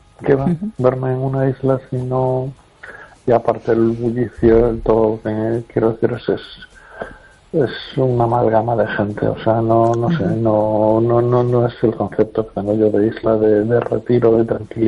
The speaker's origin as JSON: {"language": "Spanish", "town": "Las Palmas de Gran Canaria", "region": "Canary Islands", "country": "Spain", "said": "A ver, yo, con todo mi respeto, soy pueblo canario. Yo uh-huh. en las Canarias, en la Palma de Gran Canaria"}